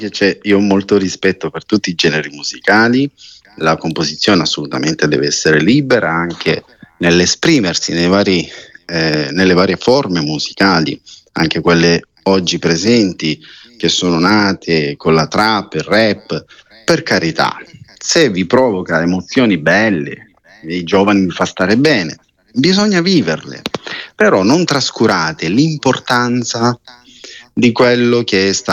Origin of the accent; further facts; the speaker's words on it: Sicily, Italy; poi da buon siciliano diciamo che è la cucina mediterranea.